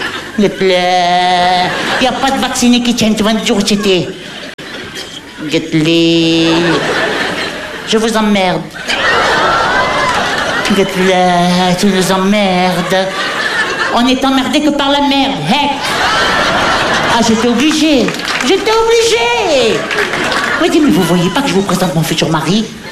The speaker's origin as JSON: {"language": "French", "region": "Hauts-de-France", "country": "France", "said": "Mais non, je suis du Pas-de-Calais. Je suis Pas-de-Calais."}